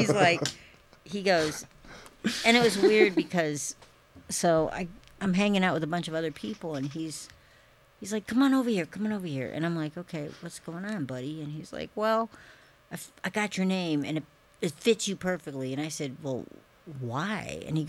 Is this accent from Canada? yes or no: yes; Yukon, Canada; born there; No, I was born in the Yukon, British Columbia.